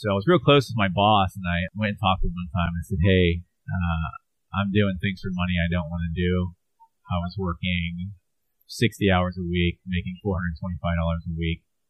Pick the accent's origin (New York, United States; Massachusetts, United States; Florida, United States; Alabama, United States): Florida, United States; I grew up here in Florida and just had a party